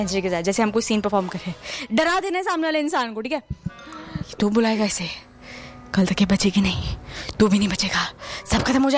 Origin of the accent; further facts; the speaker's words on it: Delhi, India; मैं भी दिल्ली से हूँ